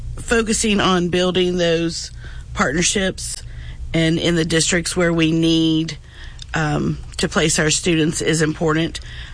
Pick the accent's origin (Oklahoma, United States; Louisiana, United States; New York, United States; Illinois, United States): Louisiana, United States; Shreveport; I am born and bred in Shreveport, Louisiana